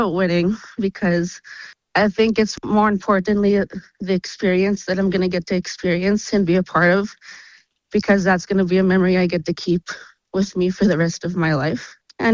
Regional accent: Sandy Bay, Saskatchewan, Canada; I'm from Sandy Bay, Saskatchewan.

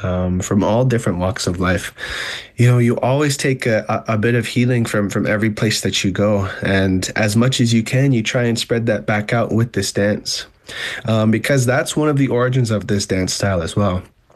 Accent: Ottawa, Ontario, Canada; So what we did was we actually went back to the community where we grew up in Ottawa.

